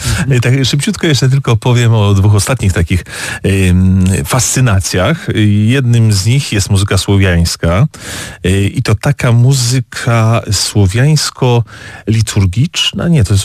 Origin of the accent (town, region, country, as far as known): Silesian Voivodeship, Poland